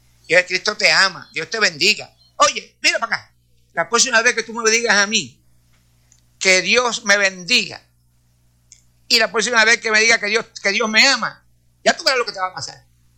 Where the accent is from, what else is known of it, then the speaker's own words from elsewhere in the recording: Corozal, Puerto Rico; born there; en el pueblo de Corozal, en mi pueblo